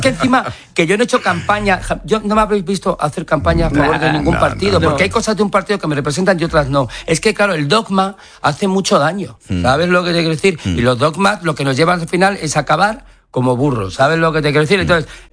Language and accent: Spanish; Madrid, Community of Madrid, Spain; soy madrileño y entiendo que me cogieran a mí para hacer ese anuncio porque más madrileño de pro que soy yo no es nadie.